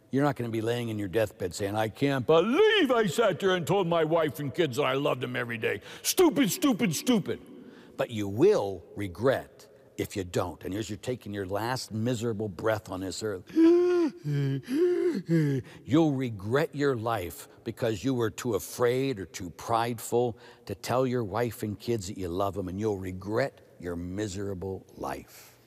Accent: Ireland; Or Father, I'm Irish, we do it when we're drunk.

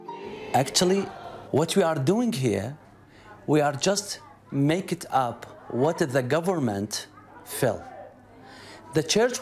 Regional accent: Baghdad, Baghdad Governorate, Iraq; English is a second language; I am from Baghdad, and I know Muslim very well. They blow up my church one time in Baghdad.

